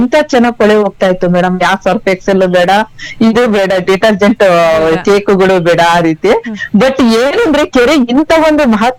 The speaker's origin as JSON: {"language": "Kannada", "region": "Karnataka", "country": "India", "said": "ನಮ್ಮ ಹಳ್ಳಿ ಕಡೆ ಮಲ್ನಾಡ್ ಸೀಮೆಲ್ಲೆಲ್ಲ ನದಿ ಹೊಳೆಗೆಲ್ಲ ತುಂಬೋಗ್ಬಿಡುತ್ತಲ್ಲ"}